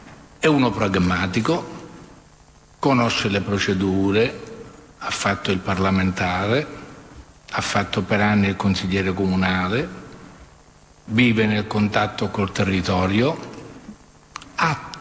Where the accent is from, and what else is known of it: Sicily, Italy